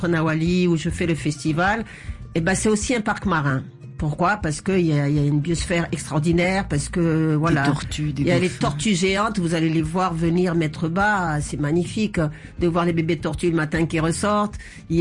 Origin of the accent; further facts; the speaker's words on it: Comoros; nous quand même, c'est triste à dire, mais aux Comores, pour dire africain, on dit encore vilain, quoi.